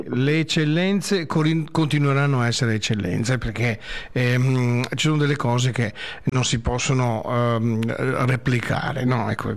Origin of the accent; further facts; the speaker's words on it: Brugine, Veneto, Italy; born there; sono nato in provincia di Padova, a Brugine